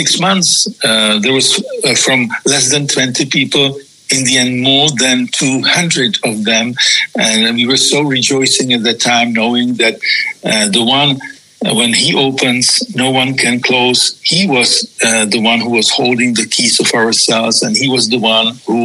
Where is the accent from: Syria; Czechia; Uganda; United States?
Czechia; first language Czech; English is a second language; My mother language is Czech